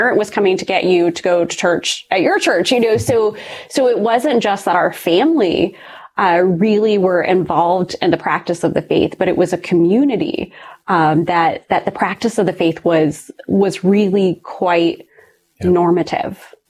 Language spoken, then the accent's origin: English; Ohio, United States; So I grew up in a very rural part of Ohio. And my family, we were church goers.